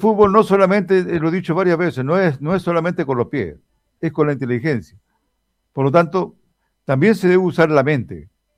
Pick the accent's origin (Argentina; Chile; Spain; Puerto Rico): Chile; nuestra idiosincrasia como chileno